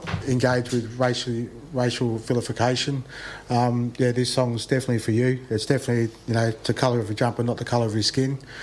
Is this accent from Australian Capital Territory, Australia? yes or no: no; Victoria, Australia; now in Bendigo, Australia; I'm from Gunindjmara country